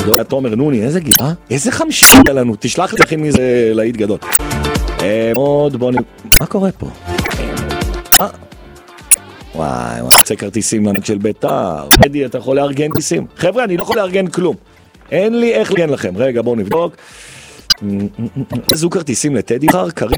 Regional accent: Jerusalem, Jerusalem District, Israel; אני גם ירושלמי, אז אני מרגיש אנרגיה שנכנסת בירושלים

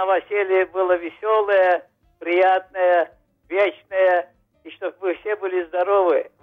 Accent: Baku, Azerbaijan; я из Баку, из Азербайджана.

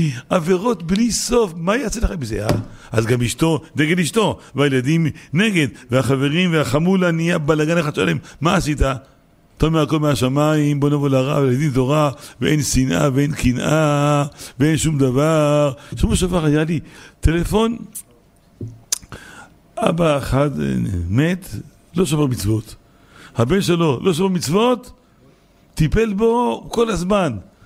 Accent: Holon, Tel Aviv District, Israel; אני מחולון

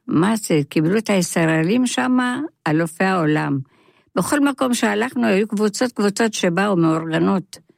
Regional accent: Rishon LeZion, Central District, Israel; born there; also born or lived in Gesher HaZiv; אני נולדתי בארץ בראשון, גרתי אצל סבא וסבתא

